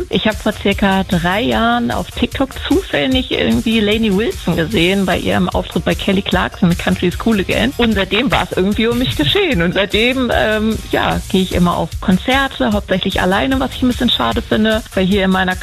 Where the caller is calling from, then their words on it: North Rhine-Westphalia, Germany; ich bin, wie gesagt, 34 Jahre alt und komme hier aus dem wunderschönen Ostwestfalen Lippe.